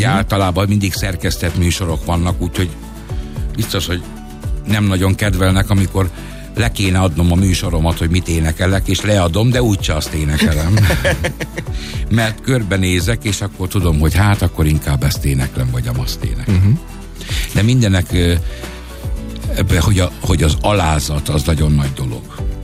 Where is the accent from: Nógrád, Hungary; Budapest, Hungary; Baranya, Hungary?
Budapest, Hungary; also born or lived in Budaörs; mikor oda születtem Budaörsre, 78-ban. Aztán 88-ban jöttünk ide Budapestre, mindkét lakásunkban mindig a legnagyobb zenészek jöttek föl